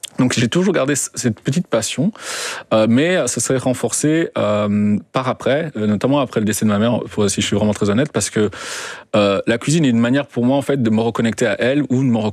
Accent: Belgium; moi j'ai grandi en Belgique avec des os sans tête et des frites et des fricadelles.

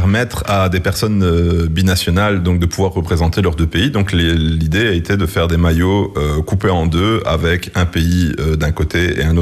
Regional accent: Belgium; Moi, je suis belge

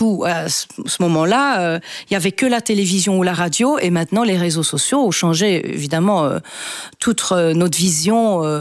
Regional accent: Liège, Wallonia, Belgium; now in Flanders, Belgium; Je retourne régulièrement voir ma famille à Liège

